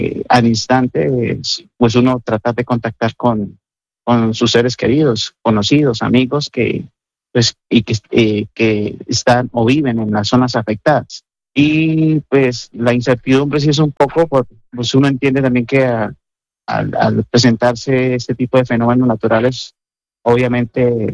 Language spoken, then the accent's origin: Spanish; Norte de Santander, Colombia; now in Santiago de Compostela, Spain; Sí, yo soy del norte de Santander, pero sí, mi familia, por parte de mi esposa, son oriundos de Valle del Cauca. Uh-huh. Y llevo residenciado en Santiago de Compostela sobre 25 años.